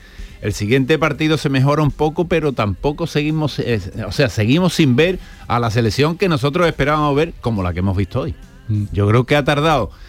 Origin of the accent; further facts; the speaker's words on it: Spain; estábamos asustados porque somos españoles.